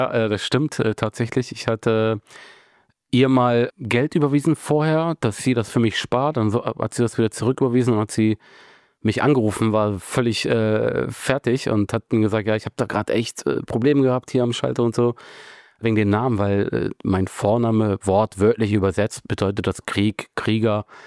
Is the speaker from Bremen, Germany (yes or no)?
yes; Bremen, Germany; Ich bin hier in Bremen aufgewachsen, war sowieso jeden Tag mit Fußballspielen beschäftigt